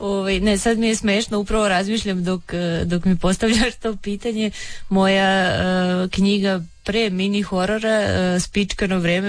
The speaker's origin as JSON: {"language": "Serbian", "region": "Belgrade", "country": "Serbia", "tie": "born or raised there", "said": "budući da sam odrasla u Beogradu 90-ih"}